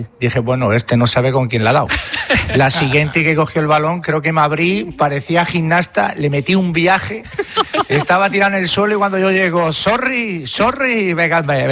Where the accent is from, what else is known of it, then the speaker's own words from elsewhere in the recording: A Coruña, Galicia, Spain; Y yo decía, joder, pues yo vengo de Coruña y el sol no lo he visto ni en pintura.